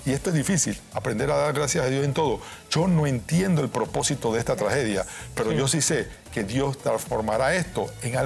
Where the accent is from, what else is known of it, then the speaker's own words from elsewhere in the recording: Panama; Nosotros como panameños